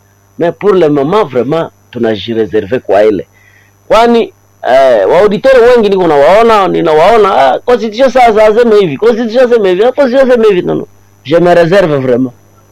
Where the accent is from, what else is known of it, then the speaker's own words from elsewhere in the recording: DR Congo; nous sommes des Congolais, okay, sisi ni Wakongomani.